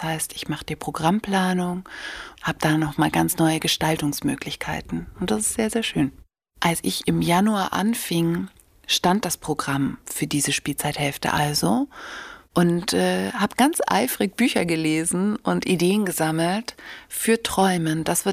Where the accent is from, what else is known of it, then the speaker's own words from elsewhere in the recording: Bavaria, Germany; moved away as an adult; also born or lived in Stuttgart / Berlin; now in Hildesheim, Germany; Ich bin 1984 im Allgäu geboren und dort auch aufgewachsen mit zwei Brüdern.